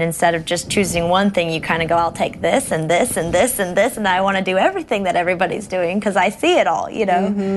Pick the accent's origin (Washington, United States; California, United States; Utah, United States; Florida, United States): Utah, United States; Since we were raised in Utah